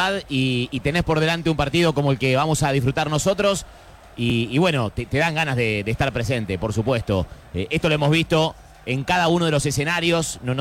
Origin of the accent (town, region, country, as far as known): Argentina